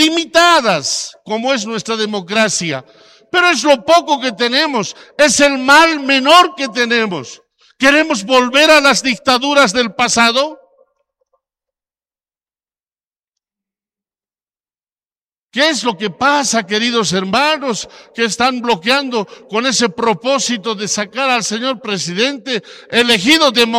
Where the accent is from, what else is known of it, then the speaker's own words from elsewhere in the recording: Bolivia; Porque somos muy bolivianos, los del altiplano y los del oriente, los de los valles y los del sector de nuestros hermanos orientales. Todos somos bolivianos.